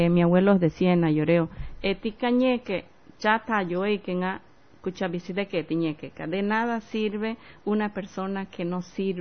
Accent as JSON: {"language": "Spanish", "region": "Santa Cruz", "country": "Bolivia", "said": "somos de Santa Cruz"}